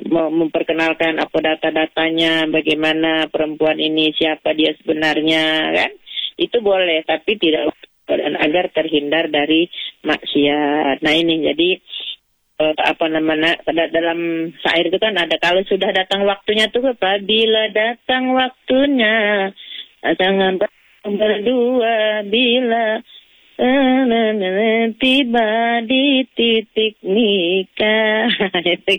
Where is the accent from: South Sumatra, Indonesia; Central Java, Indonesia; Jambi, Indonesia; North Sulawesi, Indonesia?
Jambi, Indonesia; Muara Bulian; now in Jambi, Indonesia; Saya dulu juga dari Bulian, sekarang di Jambi.